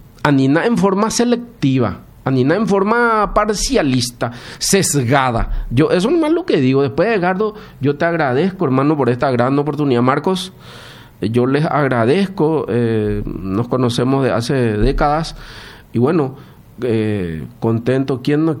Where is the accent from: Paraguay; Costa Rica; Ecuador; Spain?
Paraguay; Yo como ciudadano común, como un paraguayo más